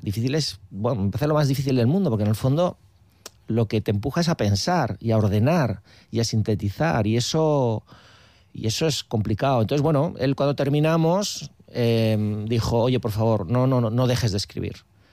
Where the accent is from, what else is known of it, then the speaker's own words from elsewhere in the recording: San Sebastián, Basque Country, Spain; porque nosotros somos del barrio de Guía, y en el barrio de Guía, que la gente no lo sabrá, pero en el Chofre